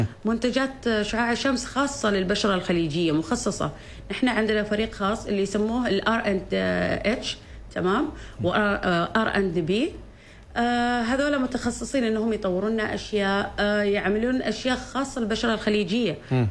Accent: Oman; نحن يعني عماني في عماني،

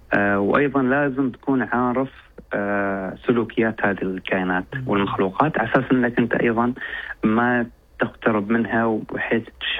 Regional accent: Oman; عندنا في عمان

